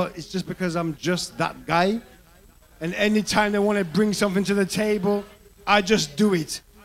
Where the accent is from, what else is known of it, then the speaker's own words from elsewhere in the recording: Wolverhampton, West Midlands, United Kingdom; I come from Wolverhampton.